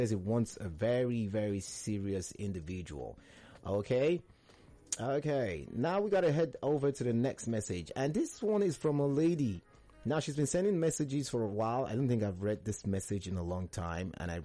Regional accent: Anambra, Nigeria; I'm from Anambra State.

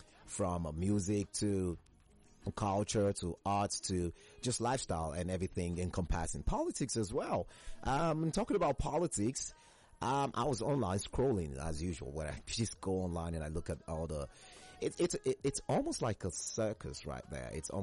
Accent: Nigeria; you realize that, you know, it's not so bad being the Nigerian, aside from the fact that the economy is almost like building on top of all of us as individuals.

